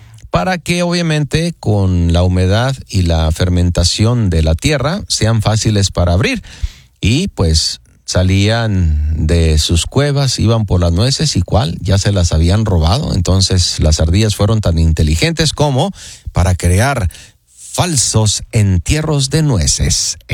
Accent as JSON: {"language": "Spanish", "town": "Guadalajara", "region": "Jalisco", "country": "Mexico", "said": "Yo que soy de Guanatos y mexicano, le digo gracias."}